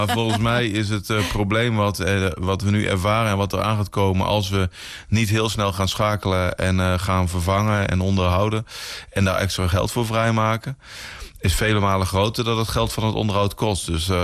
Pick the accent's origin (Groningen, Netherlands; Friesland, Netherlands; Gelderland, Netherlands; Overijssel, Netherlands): Overijssel, Netherlands; IJsselmuiden; moved away as an adult; also born or lived in Kampen; now in Blokzijl, Netherlands; Ik ben in IJsselmuiden geboren en opgegroeid. En toen ik getrouwd ben, heb ik een paar jaar in Kampen gewoond. Nou, 12 jaar. En nu ondertussen bijna 5 jaar in Blokcel.